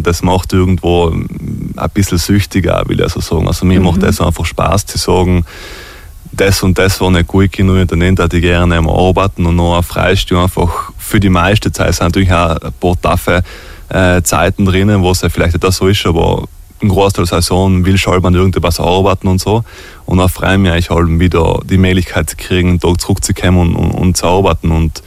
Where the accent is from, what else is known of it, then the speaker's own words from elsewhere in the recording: Trentino-Alto Adige, Italy; Und dann mit als Italiener, als Südtiroler ist das halt immer ein bisschen, muss ich halt etwas mehr kämpfen noch.